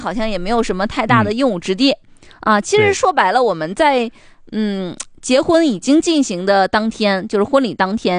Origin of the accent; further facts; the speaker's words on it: Northeast China, China; 那我们东北人其实招待客的这个方式呢